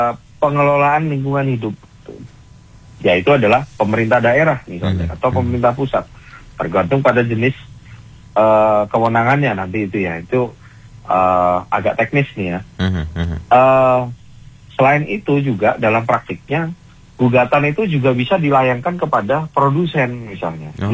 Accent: Malang, East Java, Indonesia; kita warga Kota Malang

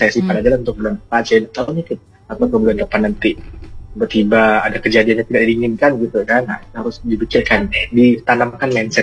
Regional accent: Pontianak, West Kalimantan, Indonesia; moved away as an adult; now in Sanggau, Indonesia; saya kan orang Pontianak yang kerja di Sanggau, dan kebetulan ada ngekos gitu.

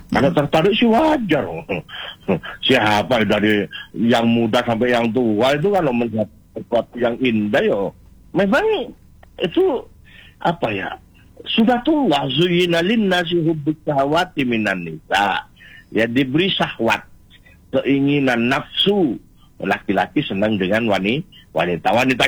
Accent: East Java, Indonesia; Jadi dari Banyuwangi di daerah saya situ Bondo situ sampai ke Pasuruan

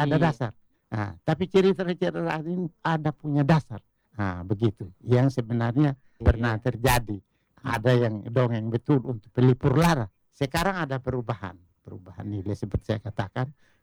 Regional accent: East Nusa Tenggara, Indonesia; sehingga sikap perilaku kita sebagai orang Sabu terlihat di dalam diri

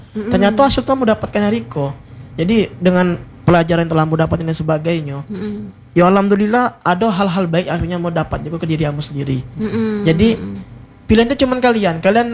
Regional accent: Bengkulu, Indonesia; jadi anak Bengkulu tuh. Kita alhamdulillah punya bahasa yang mungkin ada beberapa sama Cak, kawan-kawan kita dari Jambi, dari Palembang dan sebagainya.

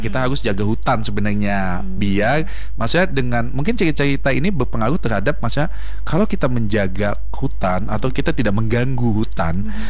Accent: Banjar, South Kalimantan, Indonesia; kebetulan saya orang Kalimantan loh.

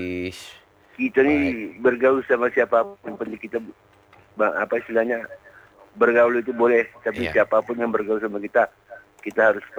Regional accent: North Sumatra, Indonesia; Nah, itulah kalau kita Batak itu anak laki-laki itu suruh mendiri dia.

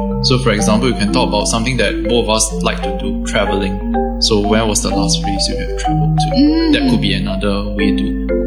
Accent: Singapore; So, I'm from Singapore.

